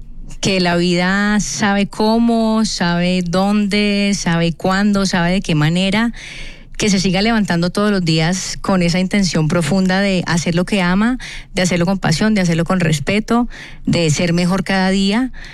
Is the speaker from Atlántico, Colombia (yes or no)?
no; Cali, Valle del Cauca, Colombia; Soy caleña y me encanta la salsa. Crecí escuchando salsa y bailando salsa.